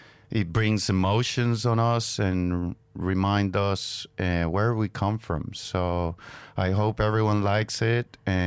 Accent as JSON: {"language": "English", "country": "Venezuela", "moved": "yes", "lives_now": "Australia", "said": "Yes. I'm originally from Venezuela. I came to Australia around 12, 13 years ago"}